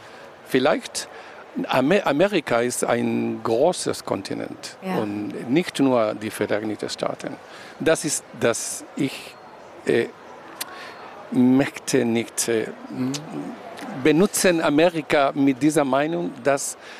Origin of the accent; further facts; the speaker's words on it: Spain; German is a second language; Als ein Spanier muss ich sagen